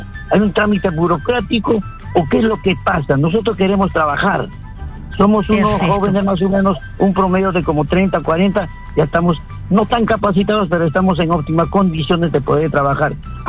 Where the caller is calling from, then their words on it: Lima, Peru; Llamamos desde San Juan de Lurigancho, de Lima.